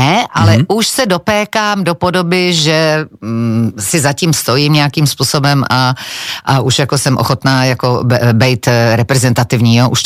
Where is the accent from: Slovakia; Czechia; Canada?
Czechia; Šumperk, Olomouc Region; když já jsem se tam narodila, tak tam ještě nebyl ten sídlák, takže tam byla ta vesnice. Takže moje rané dětství do těch prvních 10 let bylo vlastně venkovský